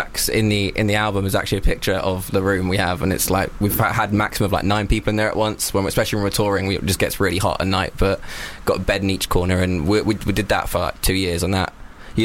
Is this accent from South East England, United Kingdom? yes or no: yes; Isle of Wight, South East England, United Kingdom; born or raised there; now in London, United Kingdom